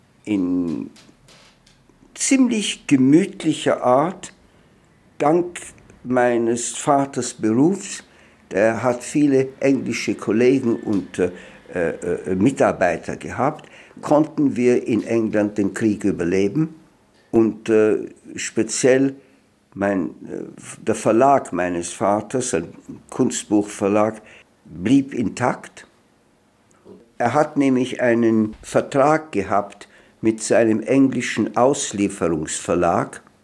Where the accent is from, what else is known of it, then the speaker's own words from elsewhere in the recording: Vienna, Austria; moved away; du aus Wien herkommen musste. Warum? Und habe ich gesagt, weil ich ein Jude bin.